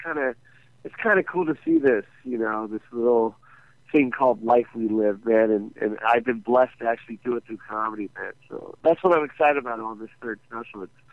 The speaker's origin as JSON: {"language": "English", "town": "Las Vegas", "region": "Nevada", "country": "United States", "tie": "born or raised there", "said": "And then that's my hometown, too, so."}